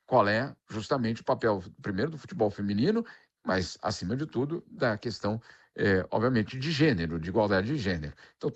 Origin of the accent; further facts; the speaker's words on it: São Paulo, Brazil; sobre a nossa infância nos Estados, a minha infância no Morumbi, quando a gente ainda ganhava, né, Agostinho?